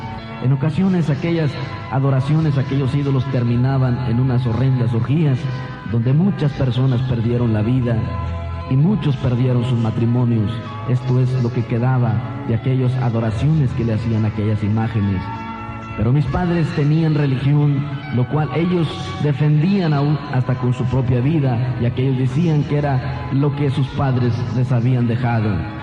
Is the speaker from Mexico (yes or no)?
yes; San Luis Potosí, Mexico; Yo soy originario del estado de San Luis Potosí, en México, nacido a 17 kilómetros de la ciudad de Matehuala, San Luis Potosí. Allí fue donde yo nací.